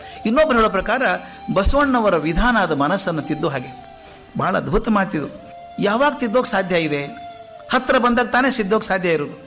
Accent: South India, India; ನಾನು ದಕ್ಷಿಣದವನು

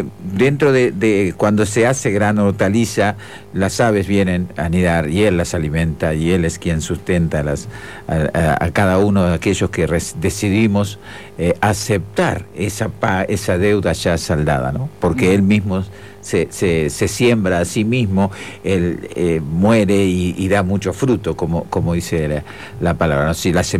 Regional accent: Montevideo, Uruguay; moved away as an adult; now in Maldonado, Uruguay; No, yo soy de Montevideo, pero en el año 91 me radiqué aquí en Maldonado.

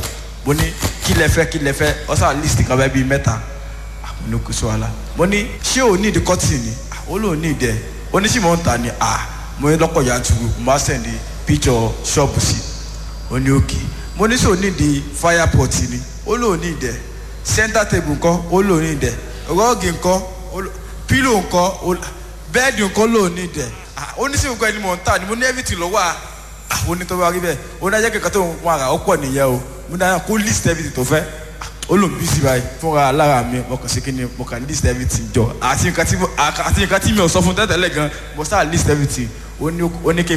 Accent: Ado-Ekiti, Ekiti, Nigeria; mo wá láti ìlú Ekiti State nílùú Ado.

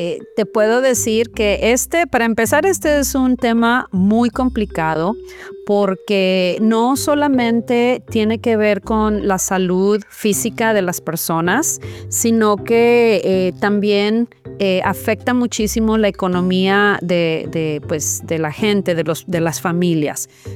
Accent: Mexico; now in United States; yo crecí pues en México yendo al ISSSTE, porque mis papás pues siendo maestros era lo que nos tocaba

